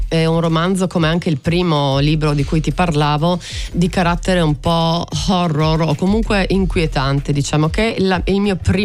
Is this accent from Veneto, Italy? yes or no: no; Trieste, Friuli-Venezia Giulia, Italy; accent: Triestine dialect; E poi il triestino, appunto, il mantenimento del nostro dialetto, per me è proprio una sorta di mission.